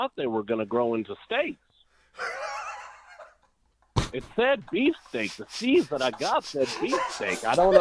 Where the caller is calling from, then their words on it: Austin, Texas, United States; I'm calling from Austin.